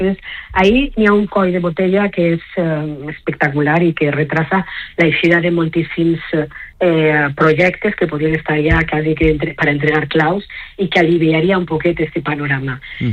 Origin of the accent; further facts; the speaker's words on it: Valencian Community, Spain; Jo soc de la Ribera